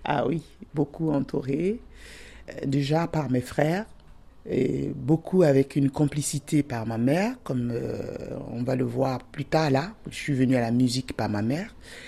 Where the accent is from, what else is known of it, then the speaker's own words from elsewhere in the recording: Tiassalé, Agnéby-Tiassa, Côte d’Ivoire; now in Besançon, France; On a Thiessalé, qui est ma ville natale d'ailleurs, et après mon village, qui est Emakonogaro. Et il n'est pas perdu parce qu'il fait plus de 10 000 habitants aujourd'hui.